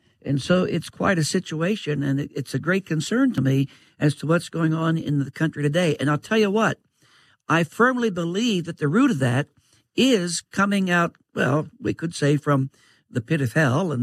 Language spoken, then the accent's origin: English; United States; now in Altoona, Pennsylvania, United States; Hey, I'm an American.